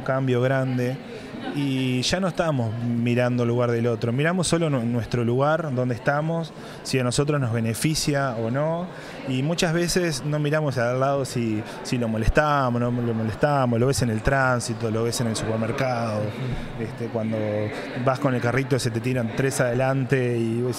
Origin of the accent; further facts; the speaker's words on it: Rosario, Santa Fe, Argentina; now in Buenos Aires, Argentina; Yo soy de Rosario.